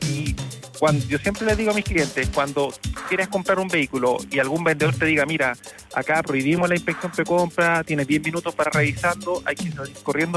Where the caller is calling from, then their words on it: Santiago, Santiago Metropolitan Region, Chile; En Ñuñoa, cerquita del Estadio Nacional.